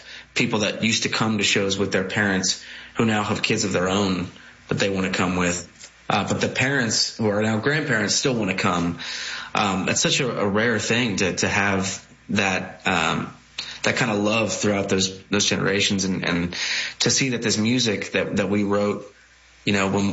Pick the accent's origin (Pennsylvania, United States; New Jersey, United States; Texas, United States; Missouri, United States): New Jersey, United States; we grew up in Jersey and, you know, been lifelong Giants fans.